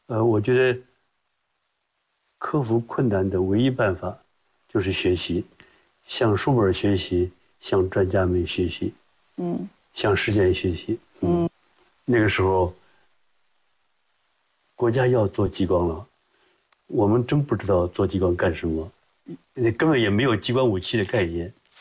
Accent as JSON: {"language": "Chinese", "town": "Nanyang", "region": "Henan", "country": "China", "tie": "born there", "said": "因为我们生在1938年抗日战争，我为什么会生在南阳呢？嗯，就是逃日本。嗯，我们原来省会在开封嘛，开封高中啊，整个学校都在开封。"}